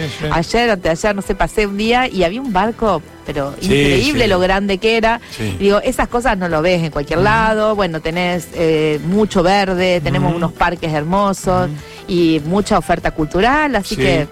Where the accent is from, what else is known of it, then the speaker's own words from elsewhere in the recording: Piamonte, Santa Fe, Argentina; moved away as an adult; now in Rosario, Argentina; No, vine a estudiar a los 18 años a Rosario, como viste, hacemos muchos, y me quedé. Yo soy de un pueblo de la provincia de Santa Fe que se llama Piamonte, y de 3.000 habitantes, y me enamoré de Rosario. Para mí yo soy rosarina.